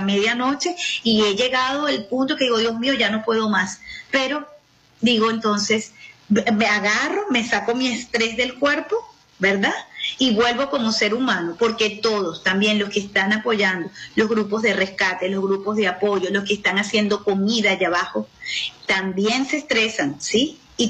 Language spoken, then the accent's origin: Spanish; Venezuela; Y la otra actitud que creo que es fundamental, que nos va a ayudar mucho como venezolanos, es ver como emprendedores, como seres humanos, qué podemos hacer por los demás